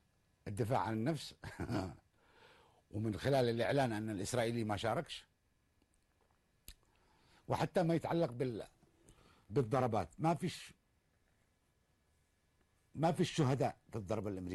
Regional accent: Yemen

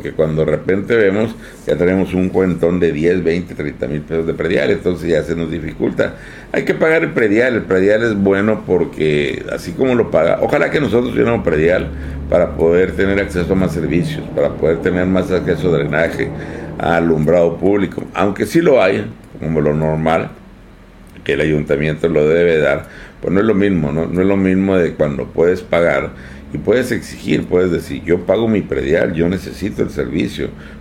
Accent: Baja California, Mexico; Yo soy de 43, soy de Carranza, pero o sea, aquí en Carranza

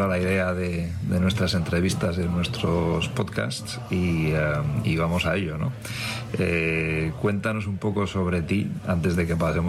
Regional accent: Madrid, Community of Madrid, Spain; yo soy el madrileño de padres cántabros

